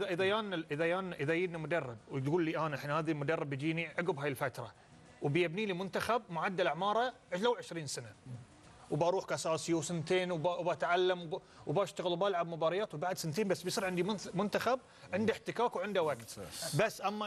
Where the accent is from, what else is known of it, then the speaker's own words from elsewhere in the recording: Bahrain; احنا مو موجود عندنا في البحرين